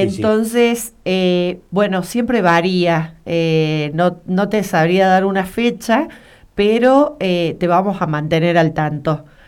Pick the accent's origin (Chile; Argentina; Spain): Argentina; Yo soy argentina, claro, muy orgullosa.